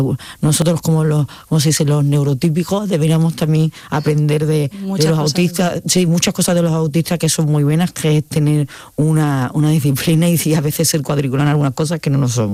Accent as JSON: {"language": "Spanish", "town": "Seville", "region": "Andalusia", "country": "Spain", "also_born_or_lived": "Barcelona", "moved": "as an adult", "said": "ahora acabamos de venir a vivir a Sevilla en noviembre del año pasado, he vuelto a mi tierra otra vez, después de vivir 21 años en Barcelona"}